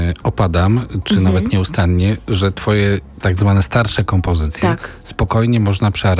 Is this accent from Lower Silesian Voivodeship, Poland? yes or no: no; Kuyavian-Pomeranian Voivodeship, Poland; U mnie, na Kujawach.